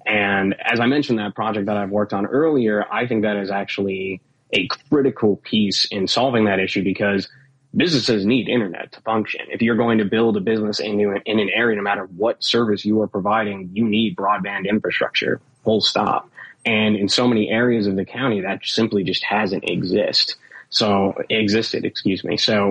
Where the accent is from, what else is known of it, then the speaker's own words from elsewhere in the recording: Oswego, Illinois, United States; I grew up in Oswego, yeah.